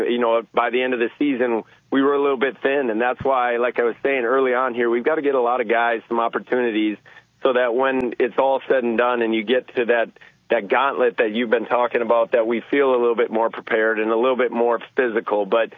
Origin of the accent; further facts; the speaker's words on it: Bismarck, North Dakota, United States; And then, you know, my hometown of Bismarck, Greg Esslinger was an outstanding Gopher